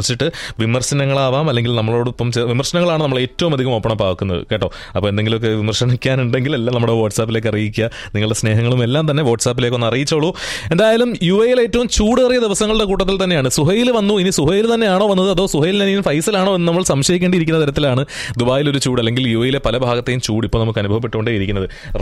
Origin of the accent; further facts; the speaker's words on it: Kollam, Kerala, India; now in United Arab Emirates; ഞങ്ങൾ കൊല്ലംകാരെ കളിയാക്കാണ്